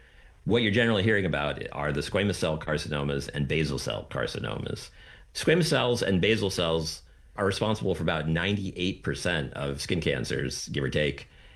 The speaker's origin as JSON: {"language": "English", "region": "Florida", "country": "United States", "tie": "born or raised there", "said": "Like, I grew up in Florida in the 80s and 90s."}